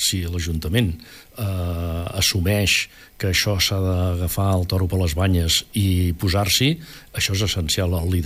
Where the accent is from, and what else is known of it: Catalonia, Spain